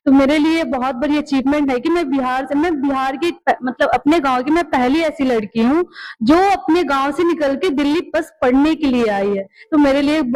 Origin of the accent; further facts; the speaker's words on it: Bihar, India; now in Delhi, India; मैं बिहार से आई हूँ।